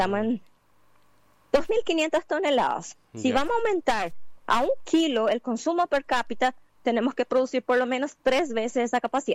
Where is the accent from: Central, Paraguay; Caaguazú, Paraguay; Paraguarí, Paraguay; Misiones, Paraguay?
Caaguazú, Paraguay; now in Santa Rita, Paraguay; soy paraguayo, soy nacida en Paraguay, soy caguaseña. Y el acento se me agarró un poquitito, pero tenemos